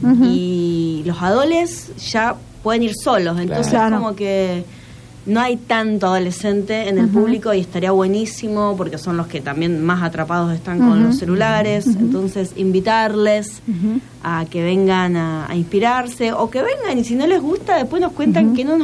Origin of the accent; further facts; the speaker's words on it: Rafaela, Santa Fe, Argentina; No, yo vengo de la ciudad de Rafaela.